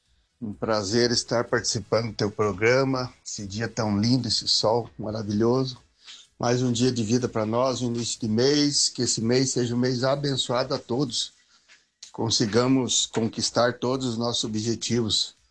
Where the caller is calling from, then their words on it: Brazil; do Rio Alegre, do Rancho Flores